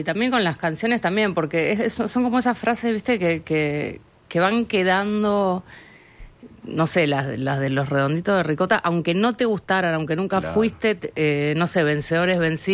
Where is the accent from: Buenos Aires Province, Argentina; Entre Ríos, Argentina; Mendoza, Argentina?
Mendoza, Argentina; yo crecí en Mendoza